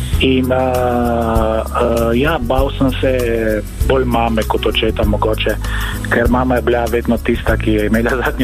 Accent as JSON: {"language": "Slovenian", "town": "Dolina", "region": "Friuli-Venezia Giulia", "country": "Italy", "tie": "born or raised there", "said": "Moj domači kraj je Dolina pri Trstu. To je vasica tik ob mestu in tik ob slovenski meji, pod gradom Socerb."}